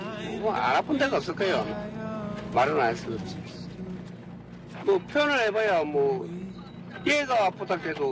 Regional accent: Busan, South Korea; moved away; 내 고향이 영도인데 한 20년 넘게 한번 어쩌다가 부산을 안 가봤는데

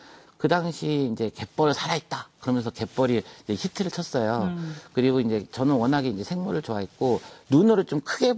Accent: Seoul, South Korea; born there; 저는 이제 서울에서 태어났지만, 부모님이 이제 목포 장흥, 이렇게, 예, 전라도 쪽이라서요.

